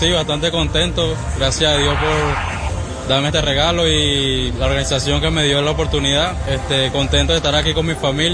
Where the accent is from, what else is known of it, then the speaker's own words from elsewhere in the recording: Venezuela; pero también sabemos que somos venezolanos, somos fuertes y sabemos que unidos podemos salir de ese momento.